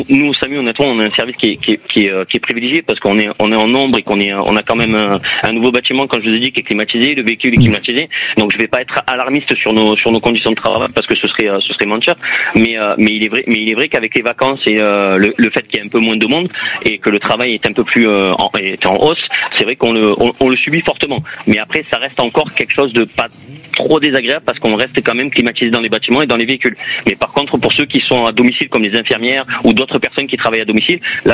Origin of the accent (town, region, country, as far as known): Marseille, Provence-Alpes-Côte d'Azur, France